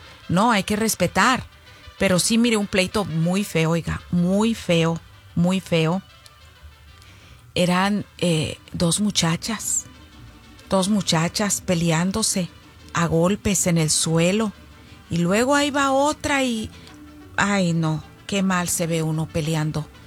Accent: Zacualco de Torres, Jalisco, Mexico; now in United States; mi pueblo, Zacualco de Torres, Jalisco, que saludo con mucho gusto.

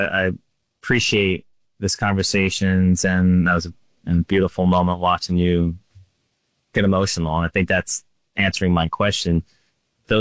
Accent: Northeast, United States; I mean, even people from where I grew up in the Northeast, if you ever gave like police support, they were getting shunned.

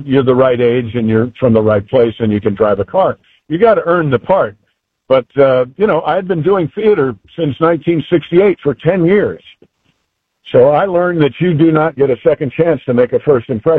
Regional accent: New York, United States; And I was 18 from Westchester County, New York

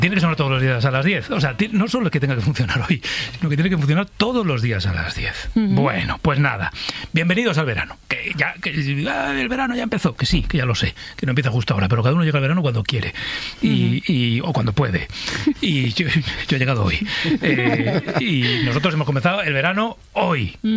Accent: Navarre, Spain

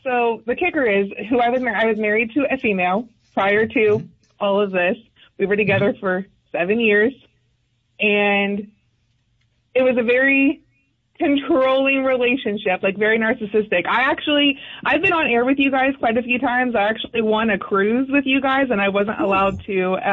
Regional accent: Ohio, United States; Listen, I am from Ohio.

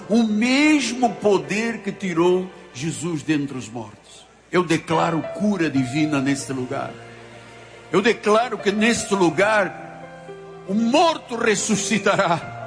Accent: Luanda, Angola; born there; No meu caso particular, há 72 anos atrás, lá num país de África, numa cidade chamada Luanda, Deus me trouxe a esta terra.

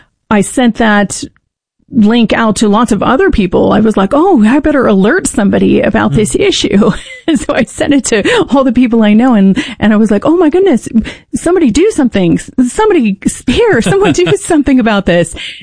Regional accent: United States; my job as an American, as a mom, as a patriot, is to ensure not just my rights

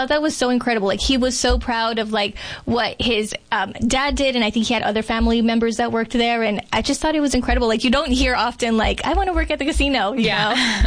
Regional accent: California, United States; I'm from Imperial County originally, and people drive down here for that.

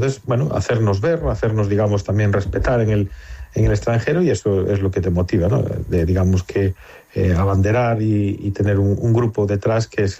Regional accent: Spain; somos el primer español que consigue esto.

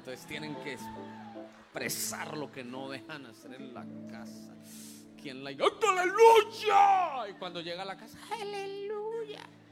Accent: Colombia; born there; moved away; Pero yo nací en el campo de Colombia.

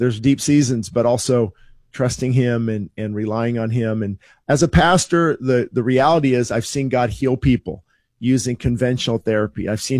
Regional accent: California, United States; I was born obviously here in Southern California and haven't moved

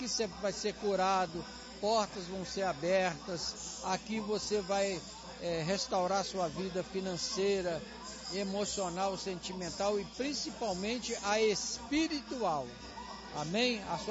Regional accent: Duque de Caxias, Rio de Janeiro, Brazil; Eu vim de Duque de Caxias.

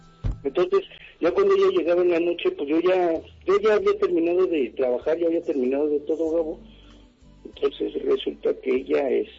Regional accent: Naucalpan de Juárez, State of Mexico, Mexico; Yo soy de Naucalpan de Juárez.

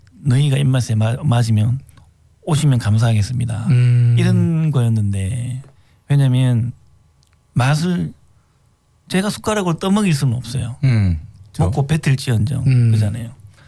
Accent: Yangsan, South Gyeongsang, South Korea; 제가 경상남도 양산 시골에서 자란 적이 있었는데

